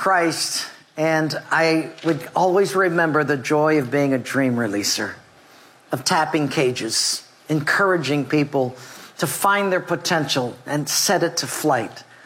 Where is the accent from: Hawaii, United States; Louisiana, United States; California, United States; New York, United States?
Hawaii, United States; my growing up in Hawaii, my mother was a Buddhist, my dad was a Catholic, and I was confused.